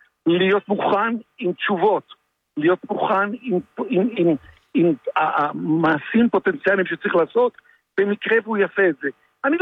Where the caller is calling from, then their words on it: Holon, Tel Aviv District, Israel; אני מחולון.